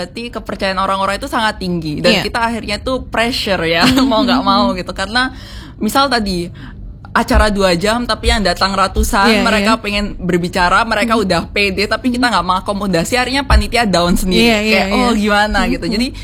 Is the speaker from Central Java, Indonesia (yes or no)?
no; Sidoarjo, East Java, Indonesia; Misalnya ada perwakilan dari Lampung, ada yang dari Jayapura, ada yang dari Pontianak, dari Jogja, dan aku sendiri dari Sidoarjo gitu.